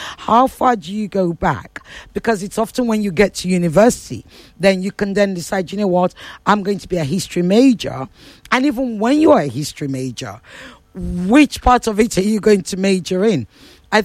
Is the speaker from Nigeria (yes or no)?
yes; Nigeria